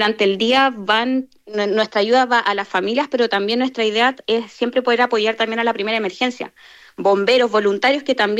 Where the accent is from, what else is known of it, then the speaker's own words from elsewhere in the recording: Chile; Es súper importante que hoy en día nos encontremos como chilenos, como familias también